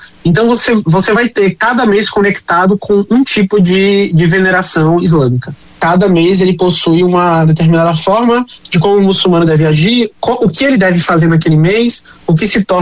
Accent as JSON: {"language": "Portuguese", "region": "Northeast Region", "country": "Brazil", "tie": "born or raised there", "said": "Eu sou um brasileiro que nasci no Nordeste, fui criado, né, boa parte da minha vida no Nordeste."}